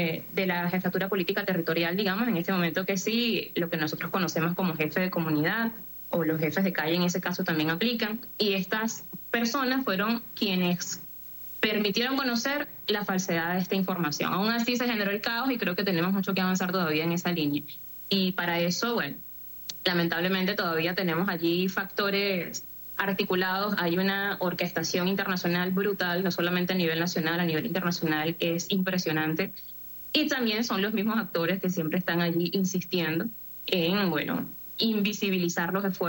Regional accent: La Guaira, Venezuela; now in Caracas, Venezuela; Mi familia, que sigue en La Guaira, yo soy de La Guaira, pero vivo en Caracas, pero mi familia sigue allá

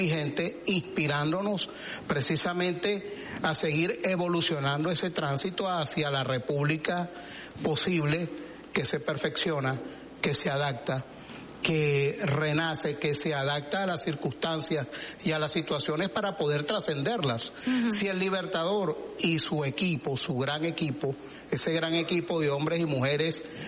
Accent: Venezuela; nos reconocemos como venezolanos

